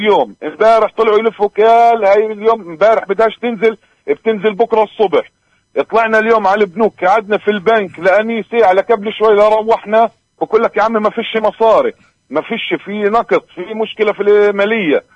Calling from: West Bank, Palestine; ولا إحنا مش فلسطينية،

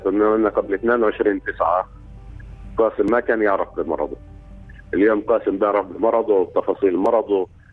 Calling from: Palestine; أنا فلسطيني وابني مع فلسطينية

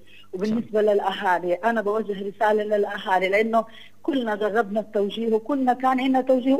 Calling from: Nablus, West Bank, Palestine; عندنا في نابلس

